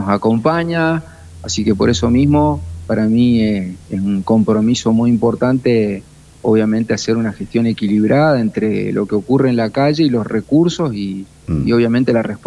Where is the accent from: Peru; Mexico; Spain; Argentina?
Argentina; somos todos argentinos